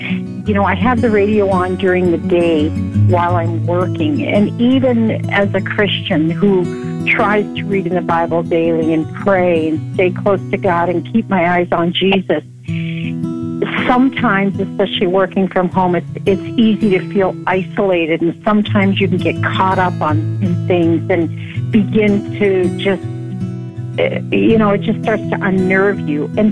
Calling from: Minnesota, United States; I'm calling from Minnesota.

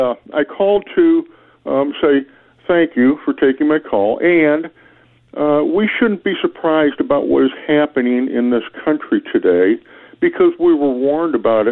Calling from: Missouri, United States; I'm from Missouri.

